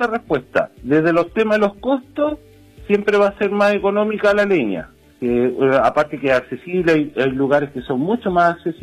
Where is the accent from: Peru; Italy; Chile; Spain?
Chile; Nosotros, como buenos chilenos, me sumo